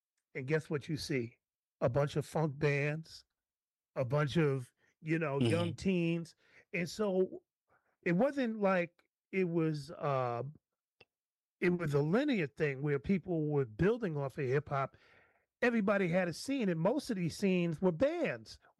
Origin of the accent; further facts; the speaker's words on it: New York, United States; from a New York perspective where I grew up